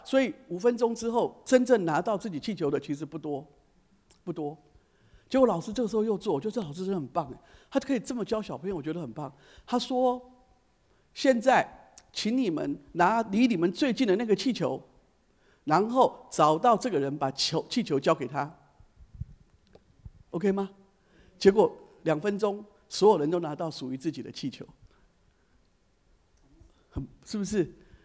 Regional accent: Taiwan; 你知道我们台湾人哦，超级热心，对不对？

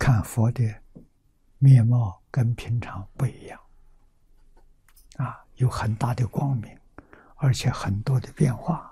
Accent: China; 我们中国人

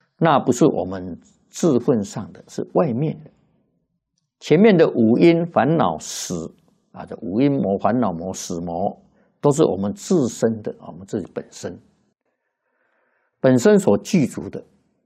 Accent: China

